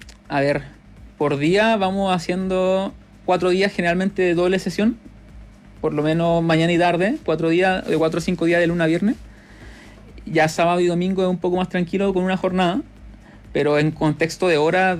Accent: Chile; a nivel como seleccionado chileno

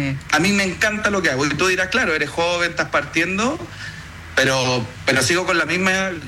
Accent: Santiago, Santiago Metropolitan Region, Chile; Y yo estoy ahora en la ciudad de Puerto Natales. Yo soy de Santiago, trabajo en la comuna de Pedro Aguirre Cerda.

